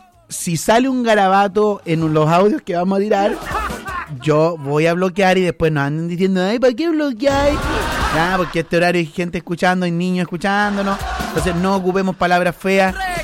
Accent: Chile; un programa 100% chileno, donde vamos a hablar de cosas nuestras, cabros, de los chilenos, de cómo somos los chilenos, de nuestra idiosincrasia.

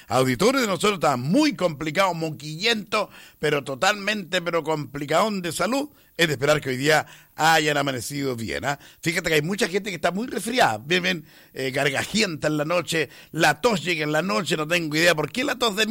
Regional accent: Chile; Así somos los chilenos, pues.

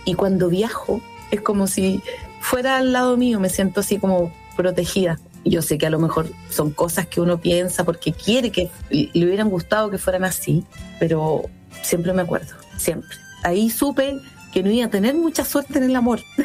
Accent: Chanco, Maule, Chile; yo soy oriunda de Chanco, cerca de Peyúgue, Cauquienes.

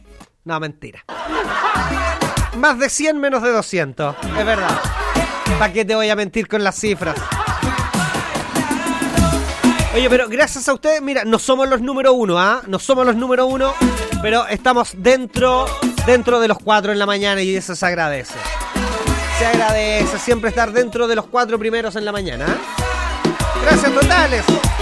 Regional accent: Sagrada Familia, Maule, Chile; moved away; imagínate yo que vengo de Sagrada Familia

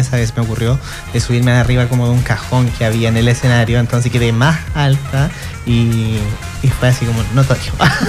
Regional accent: Hualañé, Maule, Chile; now in San Francisco de Mostazal, Chile; Oriundo de Gualañé, séptima región.

